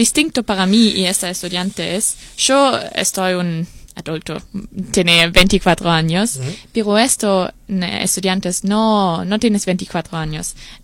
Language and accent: Spanish; Germany; Spanish is a second language; moved away as an adult; also born or lived in Denmark; now in Uruguay; soy de Alemania. Y acá en Uruguay soy una pasante de una organización